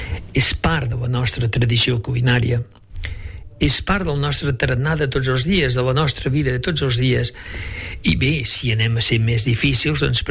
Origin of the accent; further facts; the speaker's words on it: Aragon, Spain; jo que m'he criat a Nova Franja